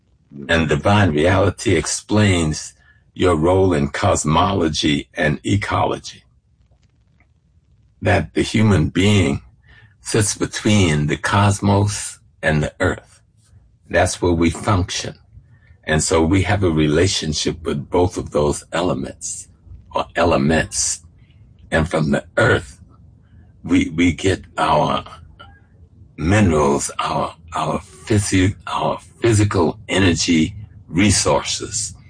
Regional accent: South Carolina, United States; In terms of my genetic lineage, I'm from South Carolina. People call us Gullah Geechee, but we just are the Africans, you know, and live along the coast and grew up in those rice plantations. I grew up on a rice plantation.

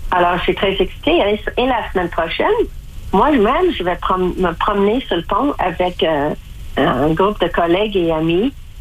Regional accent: Windsor, Ontario, Canada; je suis de Windsor

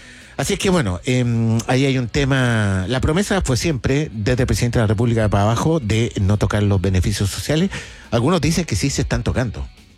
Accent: Chile; ¿Somos racistas los chilenos, no?

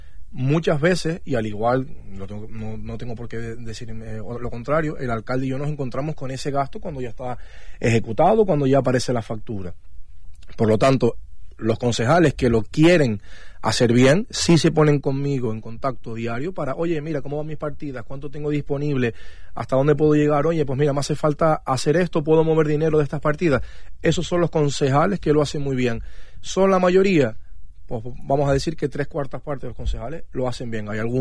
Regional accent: Spain; Yo soy del Retamar.

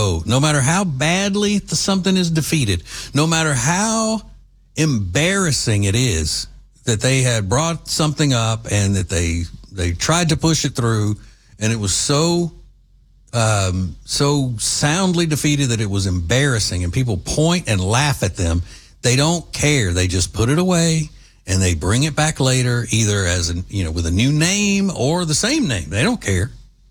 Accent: Southern United States, United States; accent: Southern; I knew that having a Southern accent

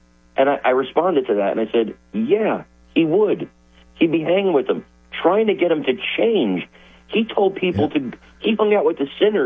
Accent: Newark, New Jersey, United States; I'm from Newark, New Jersey, bro. Okay? It's one of the toughest cities in the world. That's where I was born and raised.

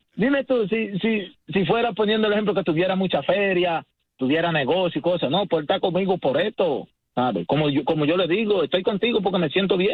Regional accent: Dominican Republic; yo estoy haciendo una casita allá en mi país, y cuando yo me voy allá a mi país, yo duro hasta un mes y medio allá

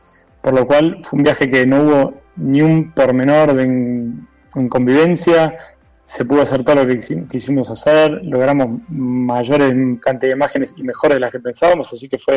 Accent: Buenos Aires Province, Argentina; De las afueras de Buenos Aires.

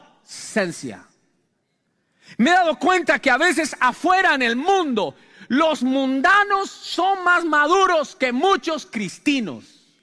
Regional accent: Colombia; fui a mi tierra de Colombia. Mi tierra, yo no es Bogotá. Aunque todo el mundo dice: ¿usted nació en Bogotá? Bogotá es la ciudad. Pero yo vengo del campo, de allá de las vacas.

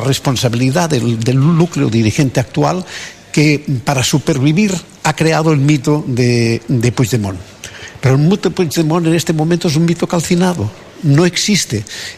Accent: Catalonia, Spain; yo soy ciudadano de España, pero catalán, que es

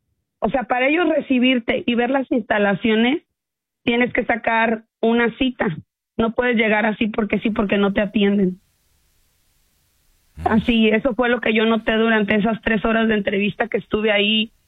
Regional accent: Ciudad Mante, Tamaulipas, Mexico; Yo estoy a tres horas, yo soy de Ciudad Mante.

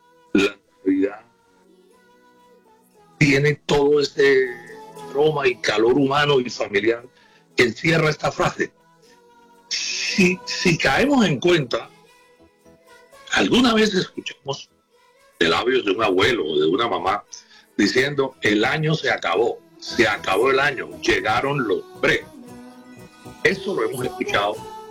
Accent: Colombia; porque somos colombianos, cómo funciona Colombia.

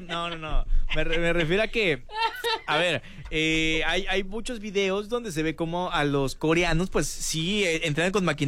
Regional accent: Argentina; now in Mexico; Porque es que yo soy argentino y vengo aquí.

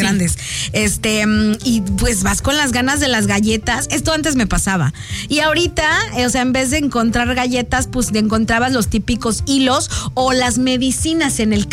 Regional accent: Mexico; nos pusimos bien mexicanos en México con nuestra fiesta mexicana.

